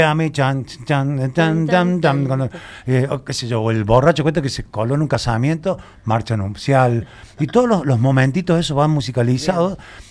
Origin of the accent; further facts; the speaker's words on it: Córdoba, Argentina; la primera provincia que yo vine fuera de Córdoba fue Mendoza.